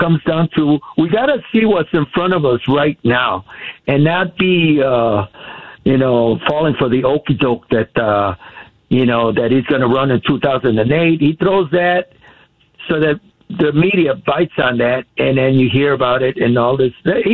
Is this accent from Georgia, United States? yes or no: no; California, United States; I grew up on 18th in California.